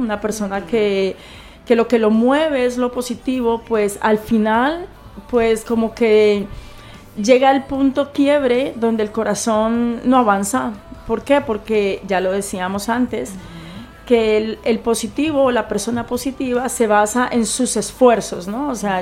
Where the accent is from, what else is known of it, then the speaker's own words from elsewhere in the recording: Armenia, Quindío, Colombia; la ciudad de donde yo vengo, de donde yo soy, le llaman la ciudad del milagro. Armenia, uh-huh, le dicen en Colombia la ciudad del milagro